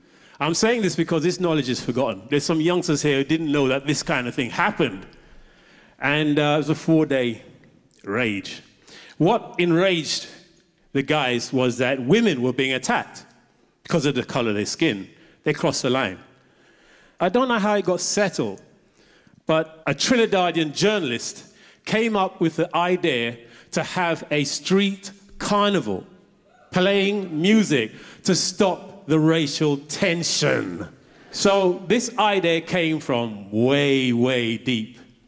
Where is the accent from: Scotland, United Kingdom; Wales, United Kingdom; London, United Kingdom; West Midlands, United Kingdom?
London, United Kingdom; I grew up in Ladbroke Grove. I grew up in the 60s, and at that time, people that looked like me were being picked on because of the color of their skin.